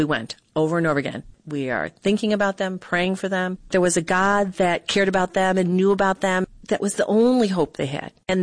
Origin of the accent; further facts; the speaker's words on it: United States; 40 American teenagers look so American.